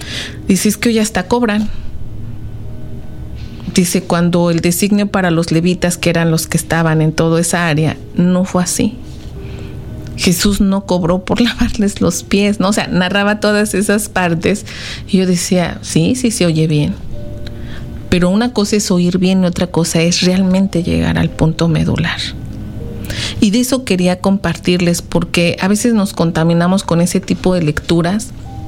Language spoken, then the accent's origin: Spanish; Mexico; moved away; yo que soy de México